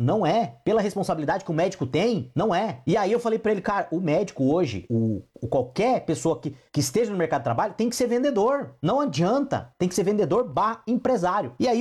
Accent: Brazil; nós somos brasileiros, eu tô no Brasil, eu amo meu país

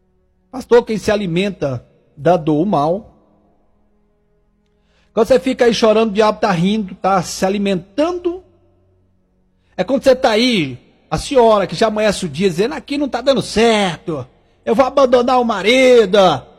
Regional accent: Tocantins, Brazil; Lá na minha cidade, né, eu que sou lá do Tocantins

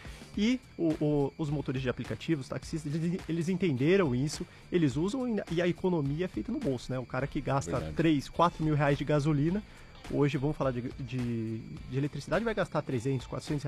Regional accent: São Paulo, Brazil; eu sou do interior de São Paulo também, eu vou direto ali para Marília.

